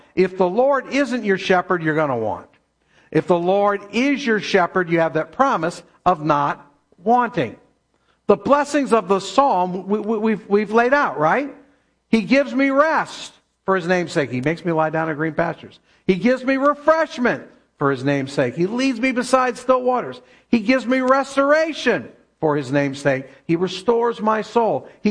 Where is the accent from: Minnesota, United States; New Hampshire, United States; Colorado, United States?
New Hampshire, United States; Keene; born there; I was born in Keene, New Hampshire. If you've ever been to Camp Spofford, about 5 miles from Camp Spofford.